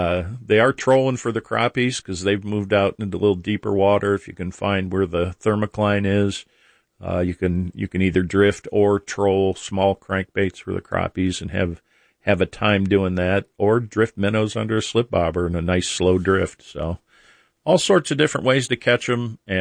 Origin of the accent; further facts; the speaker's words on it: Akron, Ohio, United States; born there; was born in Akron.